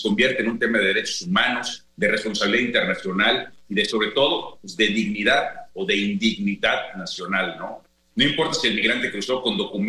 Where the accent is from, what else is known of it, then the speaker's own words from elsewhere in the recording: Mexico; los mexicanos